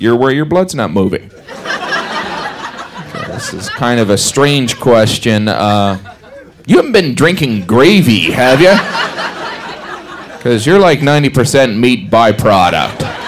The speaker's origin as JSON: {"language": "English", "region": "Indiana", "country": "United States", "tie": "born or raised there", "said": "I grew up in Indiana, and I was back home walking around the Kmart in our town, or as we called it, the mall."}